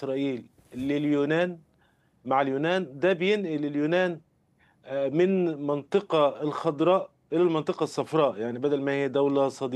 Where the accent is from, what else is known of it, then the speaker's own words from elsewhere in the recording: Egypt; انا كمواطن مصري